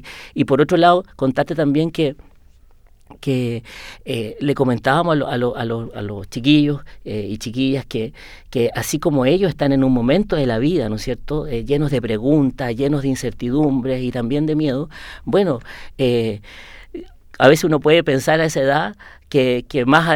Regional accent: Antofagasta, Chile; moved away; Yo soy de provincia, soy de Antofagasta

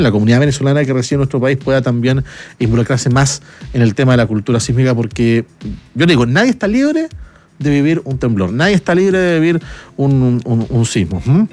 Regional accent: Chile; Y nosotros como chilenos sabemos, sabemos de terremotos

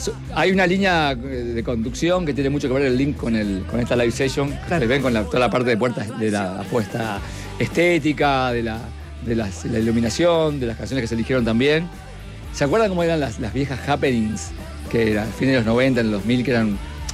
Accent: Uruguay

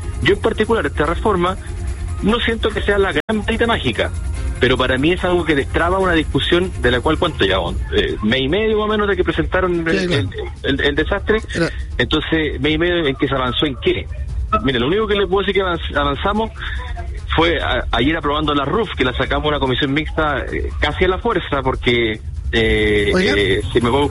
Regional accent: Magallanes and Chilean Antarctica, Chile; uno como chileno, pero además como magallánico

